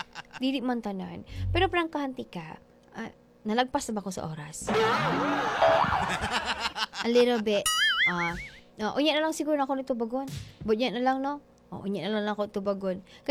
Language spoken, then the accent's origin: Tagalog; Western Visayas, Philippines; Sa FB ko lang siya nakilala, sir, pero taga Antique po ako. Taga Malaybalay Bukid nun po.